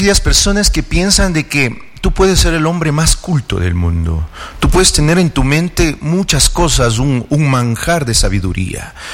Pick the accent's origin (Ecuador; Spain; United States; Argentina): Ecuador; Pujilí, Cotopaxi; amando más a mi tierra Pujilí.